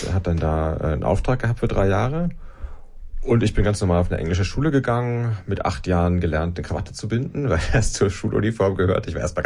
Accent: Nuremberg, Bavaria, Germany; also born or lived in Erlangen; Ich komme aber inzwischen nach Nürnberg nur noch als Besucher.

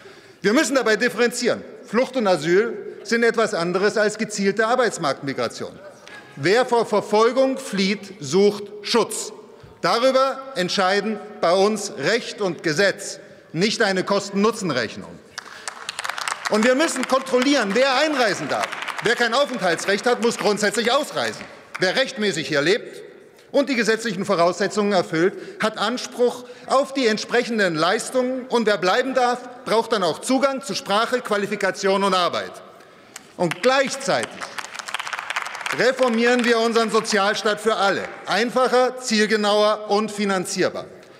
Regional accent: Dresden, Saxony, Germany; ich komme aus Dresden

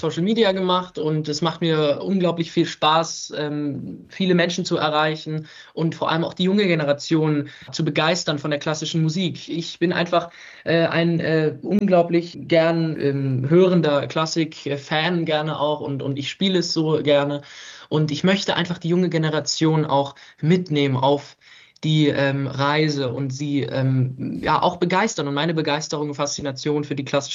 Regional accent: Weimar, Thuringia, Germany; Ja, das Album steht im Kontext von meiner Heimatstadt Weimar, in der ich geboren wurde und schon immer lebe.

